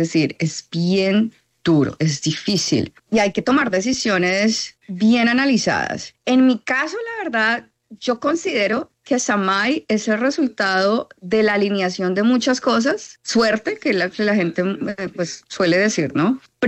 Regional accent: Neiva, Huila, Colombia; now in Boston, United States; Yo soy de Neiva, huilense. Lo conozco en Boston en el 2007

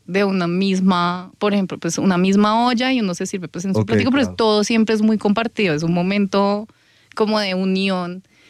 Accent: Colombia; mamá, nosotras crecimos en Colombia.

